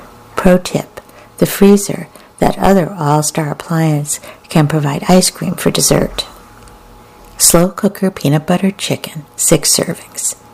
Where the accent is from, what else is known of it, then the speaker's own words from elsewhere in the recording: Australia; When I was growing up in Australia, my mom would cut a giant wedge of watermelon, slice a cheek of sun-ripened mango